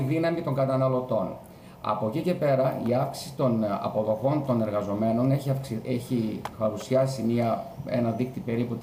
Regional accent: Greece; εμάς σαν Έλληνες

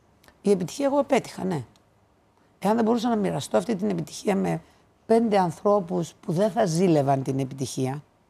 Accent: Trypotamos, Western Macedonia, Greece; also born or lived in Germany; Τρυπόταμο της Φλόρινας σε ένα χωριό 300 ανθρώπων, mm. που δεν έχει τον ήλιο μοίρα, είπαμε, η Πινέζ όταν έμπαινε στο χάρτη, χανόταν το χωριό μου.

